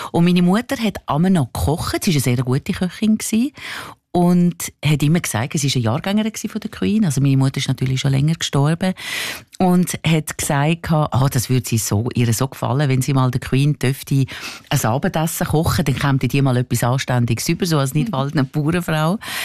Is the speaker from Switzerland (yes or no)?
yes; Switzerland; Und die letzte Kaiserin, die ja dann im Exil war bei uns in der Schweiz, die hat Zita geheissen.